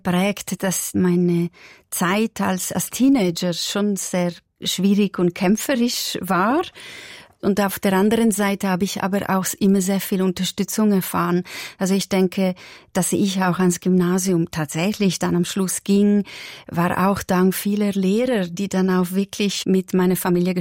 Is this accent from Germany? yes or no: no; Madrano, Ticino, Switzerland; also für meine Großeltern in Madrano, in diesem Weiler, wo ich aufgewachsen bin, war es tatsächlich damals, obwohl es schon die 1990er Jahren waren, eine schwierige Vorstellung.